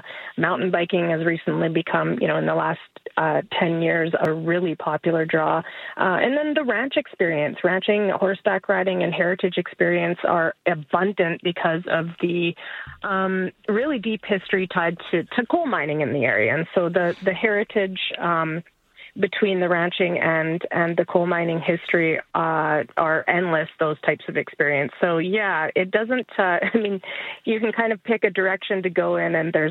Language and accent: English; Alberta, Canada; I grew up in Alberta and spent a lot of time sort of, you know, in the Banff, Jaspers and, you know, the more northerly parts of the province.